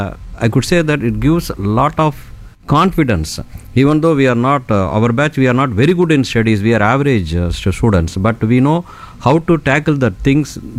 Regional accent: India; first language Tamil; English is a second language; now in Maharashtra, India; As other friend told, I don't know Hindi. I was only know my mother tongue, Tamil and English.

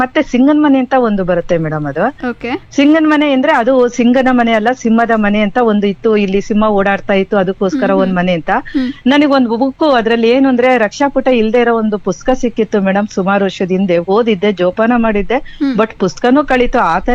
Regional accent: Shivamogga district, Karnataka, India; ನಮ್ಮ ಶಂಕರಘಟ್ಟಕ್ಕೆ ಬಂದು ಸ್ಥಾಪನೆ ಆಯ್ತು.

